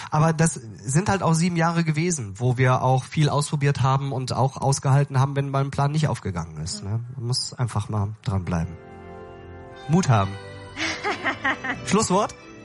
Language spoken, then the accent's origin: German; Rhineland, Germany; bei uns im Rheinland ist das ja schon noch so, da hat schon jede Familie in den kleinen Vororten, die haben ihren Platz und da sitzen die immer